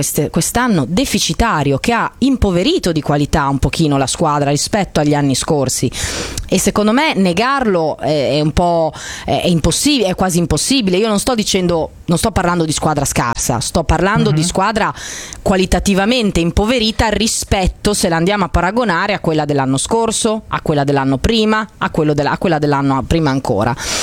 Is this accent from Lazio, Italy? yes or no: no; Bologna, Emilia-Romagna, Italy; da qui, da Borgo Panigale, da Nettuno Bologna 1, da bolognese